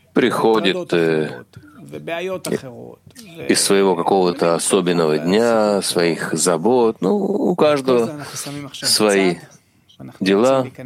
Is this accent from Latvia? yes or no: yes; Latvia; Допустим, я из Латвии, да.